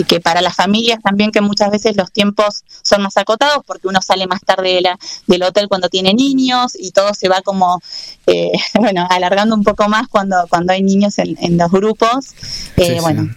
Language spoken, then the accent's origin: Spanish; Esquel, Chubut, Argentina; Bueno, yo nací y crecí en Esquel